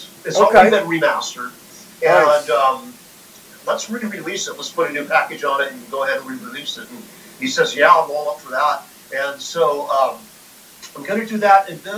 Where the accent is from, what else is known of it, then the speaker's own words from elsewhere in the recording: Seattle, Washington, United States; I'm from Seattle, but I don't play grunge.